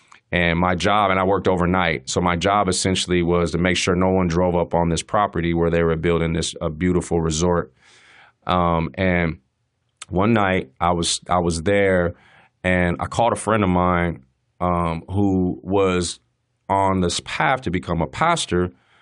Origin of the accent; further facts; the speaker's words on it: San Diego, California, United States; Growing up in California, in San Diego.